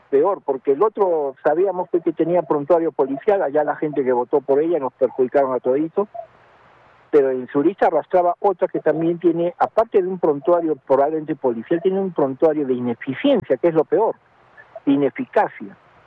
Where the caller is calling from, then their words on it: Arequipa, Peru; yo soy súper arequipeño